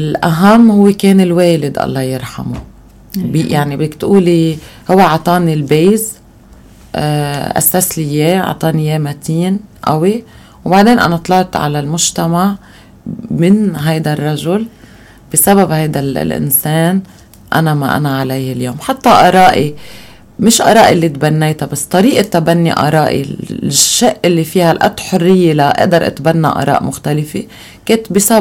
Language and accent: Arabic; Lebanon; أولا الفكرة ولدت لأنه عنا بلبنان قليل ما يتقاطع السياسي والقانون مع بعض.